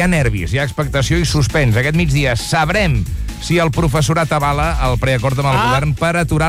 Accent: Catalonia, Spain

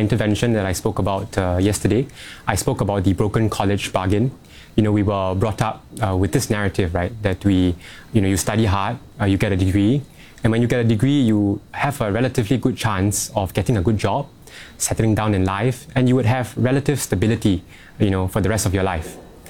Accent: Singapore; I grew up in the Singapore education system, right, from primary one all the way till now.

